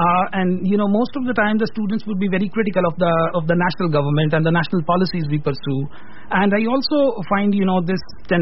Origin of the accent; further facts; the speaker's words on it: Punjab, Pakistan; I come from Punjab, which is like Pakistan proper, and it is also kind of exposed to the state narratives.